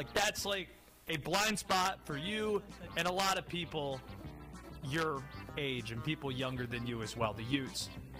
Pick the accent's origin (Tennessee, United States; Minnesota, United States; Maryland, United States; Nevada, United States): Maryland, United States; Baltimore; Baltimore, my hometown.